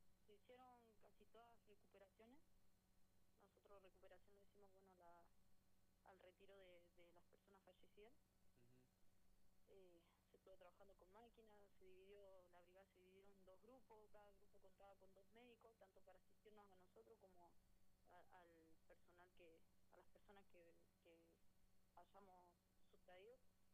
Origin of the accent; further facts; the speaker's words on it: Plaza Huincul, Neuquén, Argentina; volver acá, digamos a Neuquén, porque yo soy de acá, de Plaza Búnculo de Neuquén.